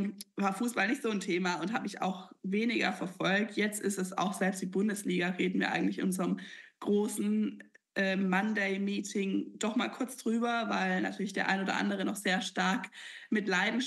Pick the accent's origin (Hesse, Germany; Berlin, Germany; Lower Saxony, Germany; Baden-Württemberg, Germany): Baden-Württemberg, Germany; now in Australia; Als Schwabe, ne, die Maultaschen, die Kässpätzle und die guten Soßen.